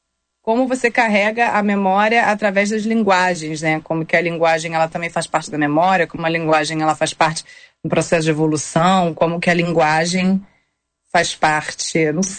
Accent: Rio de Janeiro, Brazil; born there; Pô, nasci no Rio, de uma família, né? Minha mãe é do Rio também.

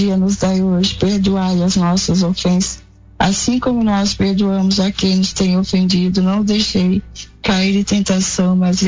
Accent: Virgínia, Minas Gerais, Brazil; born there; moved away; Rezar também pela minha cidade natal, que é Virgínia, Minas Gerais. E pela meus parentes que moram lá, né?

